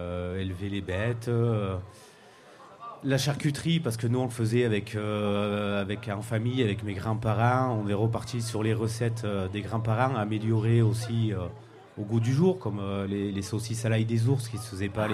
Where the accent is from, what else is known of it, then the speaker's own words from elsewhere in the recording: Saint-Bonnet-en-Champsaur, Provence-Alpes-Côte d'Azur, France; Moi, je suis originaire de Saint-Bonnet